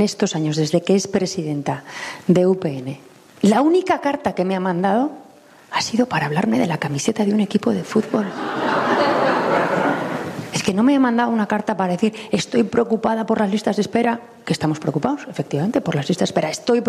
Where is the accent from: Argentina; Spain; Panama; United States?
Spain; Navarre; Yo me siento navarra.